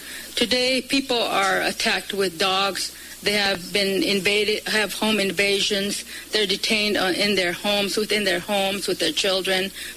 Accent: Arizona, United States; I'm from the Tohonatam, the desert people of the Southwest Turtle Island, now called Arizona, United States, and Chuigush, Sonora, Mexico.

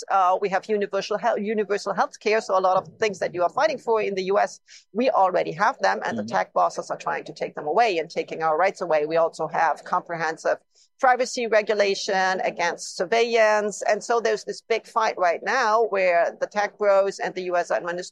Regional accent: Germany; English is a second language; moved away; also born or lived in Italy; I lived in Italy for 20 years. I'm originally from Germany, but then I went to Italy, and that was basically my job before entering politics.

